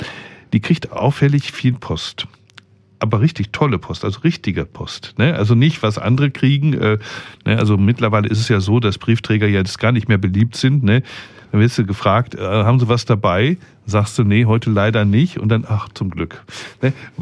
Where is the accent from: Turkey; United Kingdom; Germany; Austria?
Germany; Herne, North Rhine-Westphalia; moved away; Und meine Eltern, also wir kommen ja ursprünglich aus dem Ruhrpott, ne? Aus Herne.